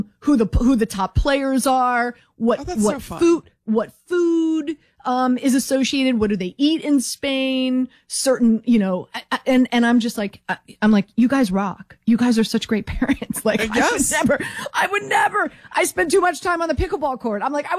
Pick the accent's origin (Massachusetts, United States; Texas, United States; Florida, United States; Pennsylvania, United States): Florida, United States; Miami; Well, I'm born and raised in Miami.